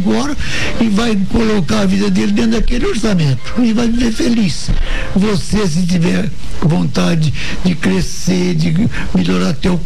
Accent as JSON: {"language": "Portuguese", "region": "Bahia", "country": "Brazil", "said": "como diz o nordestino que eu sou, né, baiano"}